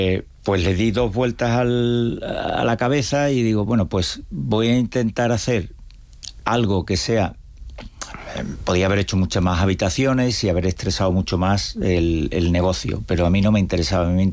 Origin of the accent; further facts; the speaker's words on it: Seville, Andalusia, Spain; moved away as an adult; now in Cantabria, Spain; yo, mi acento me denuncia y soy y he vivido toda mi vida en Sevilla, pero nací en Cantabria, y porque he veraneado siempre en Cantabria